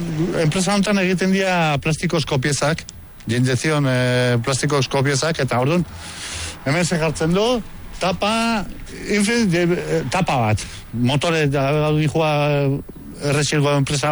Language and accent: Basque; Basque Country, Spain; ni baukat patria, ni euskalduna naiz, eta puntxo, ez?